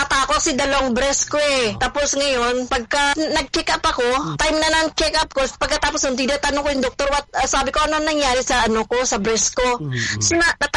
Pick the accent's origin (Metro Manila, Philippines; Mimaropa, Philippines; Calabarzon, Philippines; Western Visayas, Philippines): Calabarzon, Philippines; Bacoor; now in Hong Kong; Taga Molino Bacoor ako. Tapos, nandito ko ngayon sa, ano, sa Hong Kong. Diretso ako dito.